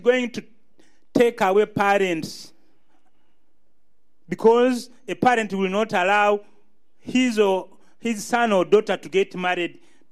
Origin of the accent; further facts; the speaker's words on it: Hoima, Western Region, Uganda; But I come from Hoima.